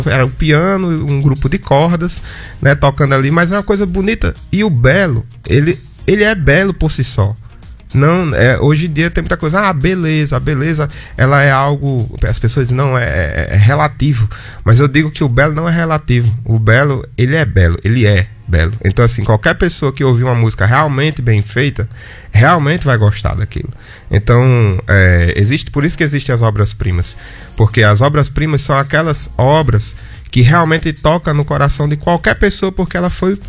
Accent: Grossos, Rio Grande do Norte, Brazil; Sou de Grossos. E aí, eu fiz em Grossos, na Câmara Municipal, fiz 3 concertos em Grossos.

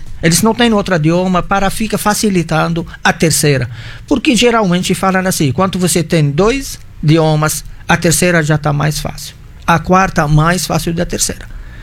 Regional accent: Byblos, Keserwan-Jbeil, Lebanon; Portuguese is a second language; moved away as an adult; now in Mossoró, Brazil; nós somos de Biblos. Biblos é o berço dos fenícios. Então, está no sangue.

